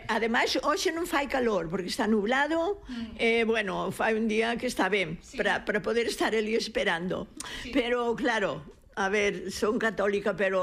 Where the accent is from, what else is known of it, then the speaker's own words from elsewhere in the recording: Galicia, Spain; also born or lived in Germany; now in Barcelona, Spain; Pero agora, cando me preguntan aquí en Barcelona de onde son, eu digo, son gallega.